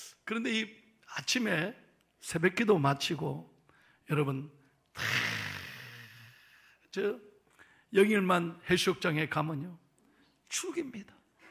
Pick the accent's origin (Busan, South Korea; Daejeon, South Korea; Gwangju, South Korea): Busan, South Korea; also born or lived in United States; now in Pohang, South Korea; 저는요 평생 바닷가에서 태어나서 부산 영도가 제 영 아일랜드, 영도가 제 고향이에요. 바닷가를 보고 자랐어. 그리고 저는 17년 미국에서 태평양 바다를 보고 살았어요.